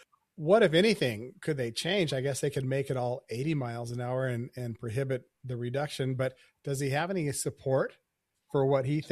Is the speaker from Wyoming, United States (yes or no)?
yes; Wyoming, United States; As our listeners know, I'm from Wyoming